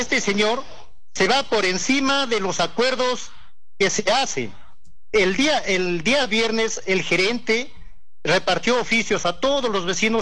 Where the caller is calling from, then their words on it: San Juan, Peru; Sí, señorita, soy un ciudadano de San Juan.